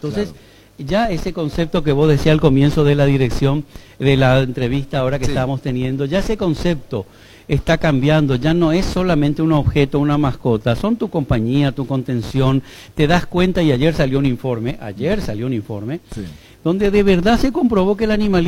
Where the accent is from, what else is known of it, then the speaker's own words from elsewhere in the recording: Buenos Aires, Argentina; moved away as an adult; also born or lived in Spain; now in Paraguay; cuando yo tenía 6 años, mi madre nos llevó a vivir a Buenos Aires, yo volví con 18 años y a los 23 ya me fui de Paraguay y no volví hasta el 2015.